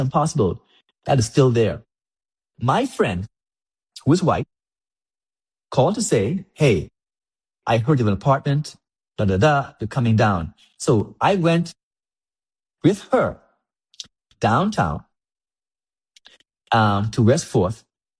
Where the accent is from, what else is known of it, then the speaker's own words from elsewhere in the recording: Cockburn Town, Turks & Caicos Islands; moved away; also born or lived in Bahamas / New York; I grew up in Grand Turk.